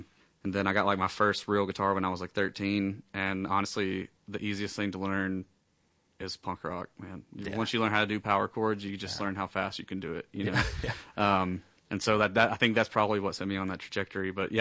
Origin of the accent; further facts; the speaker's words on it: Calhoun, Georgia, United States; no, I'm from Calhoun. Calhoun. Fairmount, Georgia. Rural North Georgia. Yeah, lived there. Or I grew up there